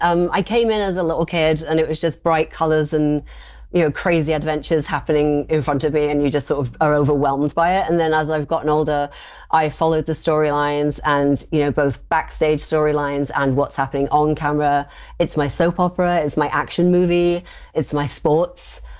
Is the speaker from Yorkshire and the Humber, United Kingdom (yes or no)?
yes; Doncaster, Yorkshire and the Humber, United Kingdom; I'm from Doncaster